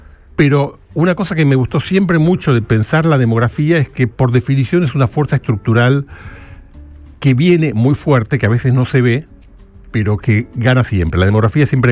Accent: Argentina; cuando nosotros tuvimos una migración enorme en Argentina

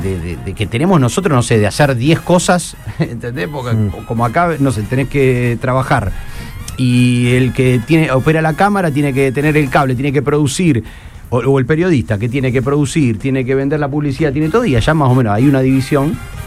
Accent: Rosario, Santa Fe, Argentina; now in Buenos Aires, Argentina; Yo me fui de 2004 de Rosario. Y me fui directamente a México y después me instalé en 2008 en Buenos Aires.

